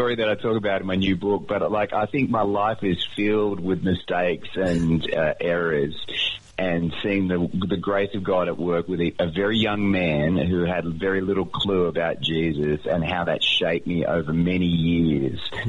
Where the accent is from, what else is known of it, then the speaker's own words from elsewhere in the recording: Sydney, New South Wales, Australia; moved away as an adult; also born or lived in Malaysia; now in Phoenix, United States; I was born in Malaysia is the only cool part of the story. Raised in Sydney, went to a private school in Sydney, got married in Sydney, and then moved off to Phoenix, Arizona with my wife.